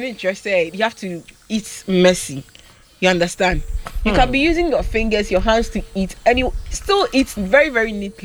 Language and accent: English; Ashanti, Ghana; I am from Ashanti region